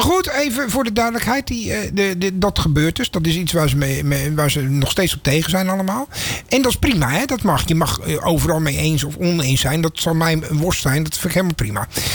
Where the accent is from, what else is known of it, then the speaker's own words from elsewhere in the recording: South Holland, Netherlands; ik kom van Goede Overvlak. Hè. En nou kan ik je één ding vertellen over het eiland.